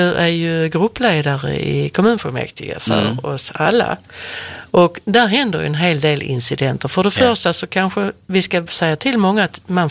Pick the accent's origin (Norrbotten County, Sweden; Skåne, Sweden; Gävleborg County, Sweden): Skåne, Sweden; Malmö; Men det finns ju redan i Malmö. Precis. Där jag växte upp ute på Erikslust.